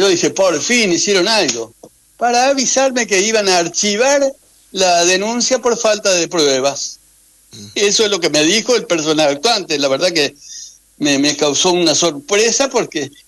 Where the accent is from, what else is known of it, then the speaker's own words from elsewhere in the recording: Victoria, Entre Ríos, Argentina; ya tengo 74 años, no tengo más vida para litigar eso. Yo me crié en Victoria, Entre Ríos, fui a la escuela del Camino Blanco. A caballo iba desde Quito Cuartel hasta...